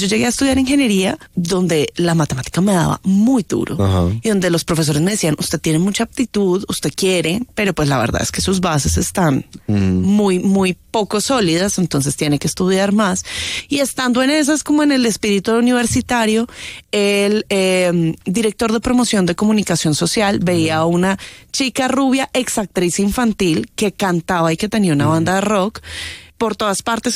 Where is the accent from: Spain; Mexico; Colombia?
Colombia; Bogotá, Bogotá D.C.; Bueno, yo soy bogotana, orgullosamente bogotana, niña Bogotá. Gané el concurso de Niña Bogotá cuando tenía 8 años.